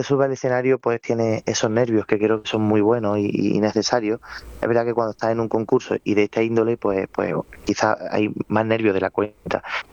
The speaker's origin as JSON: {"language": "Spanish", "town": "Córdoba", "region": "Andalusia", "country": "Spain", "said": "vengo de Córdoba, soy de una familia muy reconocida dentro del flamenco en Córdoba, como es"}